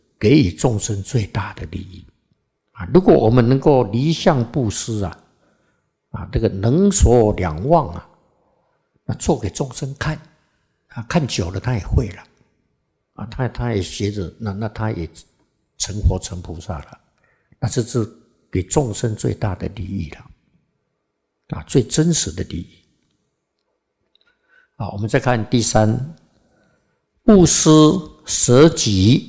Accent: China; 我们中国人讲五福嘛，五福这个最后一福就寿终考啊

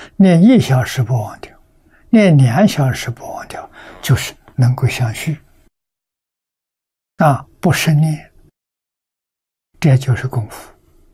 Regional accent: China; 我们中国人是保持身意像莲花一样，我们中国人是这样说法的啊。

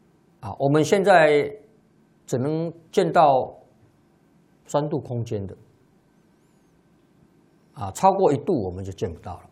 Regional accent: China; 但是我们中国人观念啊，心目当中啊，就是有龙。

